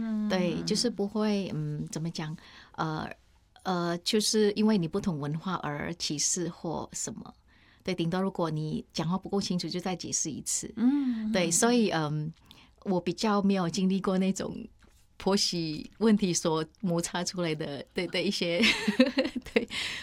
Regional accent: Indonesia; first language Indonesian; Chinese is a second language; now in Taiwan; 我觉得原来我的母语很重要。对，印尼话其实很重要

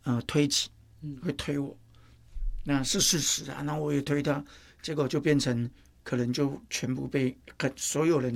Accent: Tainan, Taiwan; 我是在台南眷村长大，那台南眷村分很多

